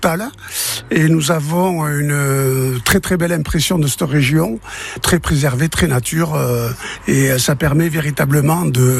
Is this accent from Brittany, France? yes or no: no; Pau, Nouvelle-Aquitaine, France; Nous venons de Pau, dans les Pyrénées-Atlantiques, et nous sommes partis du Puy-en-Velay à destination d'Angers.